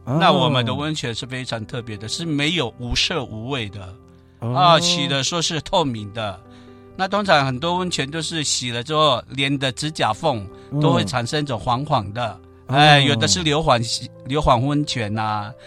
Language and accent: Chinese; Pingtung County, Taiwan; 非常欢迎你们来我的故乡，非常漂亮的牡丹乡